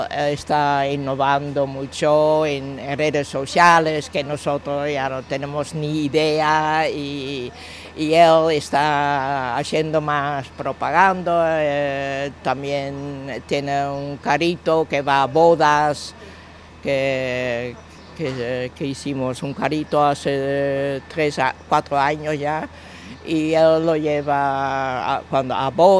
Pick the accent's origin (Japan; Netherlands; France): Netherlands; Spanish is a second language; Jo, que soy, era holandesa i al principi pues, el castellano me iba más o menos bien